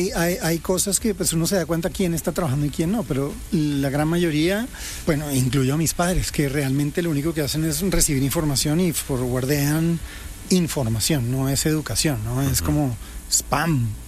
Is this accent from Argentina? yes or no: no; Colombia; now in Los Angeles, United States; Yo soy colombiano.